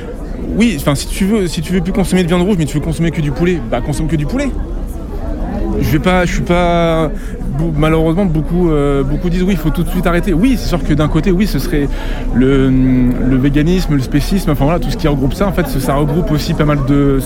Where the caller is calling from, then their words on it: Coulounieix-Chamiers, Nouvelle-Aquitaine, France; J'habite à Coulonnay-Chamiers